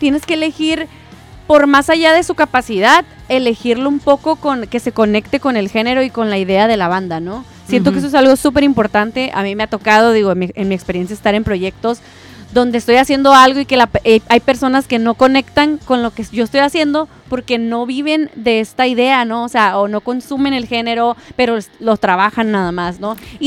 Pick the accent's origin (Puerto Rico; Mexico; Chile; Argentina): Mexico; somos los mexicanos